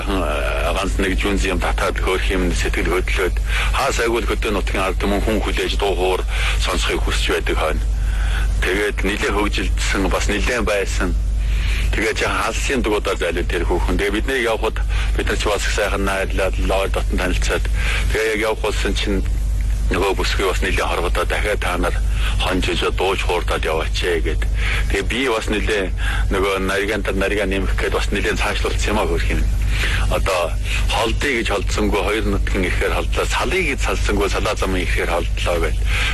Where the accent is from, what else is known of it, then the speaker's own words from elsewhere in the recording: Inner Mongolia, China; манай Өвөр Монгол ард түмэн